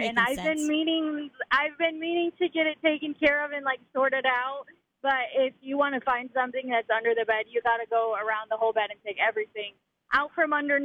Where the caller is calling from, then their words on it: Bluffton, Indiana, United States; from Bluffton, Indiana, and no, you are not the only person that stores stuff under your bed.